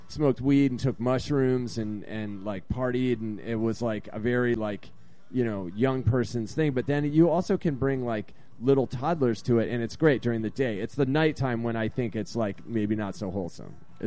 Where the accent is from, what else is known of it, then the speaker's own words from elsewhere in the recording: East Coast, United States; now in Portland, United States; It was like I was from the East Coast. And we were spending the summer out in the Pacific Northwest